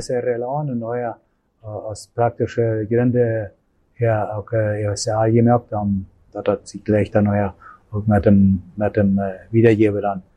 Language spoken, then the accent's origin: German; Paraguay; now in Asunción, Paraguay; ich komme hier von Greino.